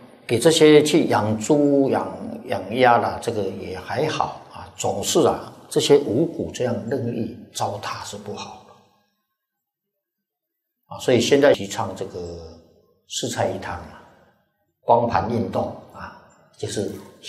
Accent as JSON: {"language": "Chinese", "country": "Taiwan", "said": "我们是台湾来的啊。"}